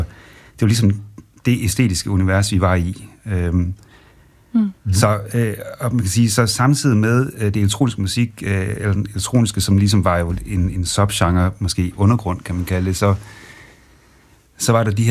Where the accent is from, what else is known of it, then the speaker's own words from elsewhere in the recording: Jutland, Denmark; dels så er vi alle sammen fra det mørke Jylland i forhold til egne, hvor man havde en tradition i forhold til at spille folkmusik, i hvert fald min bedste far gjorde det, og jeg ligesom voksede op over i forsamlingshuset